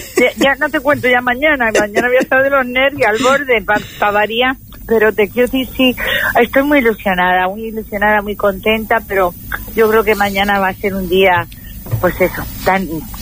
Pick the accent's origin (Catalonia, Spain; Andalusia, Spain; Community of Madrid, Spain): Andalusia, Spain; Málaga; moved away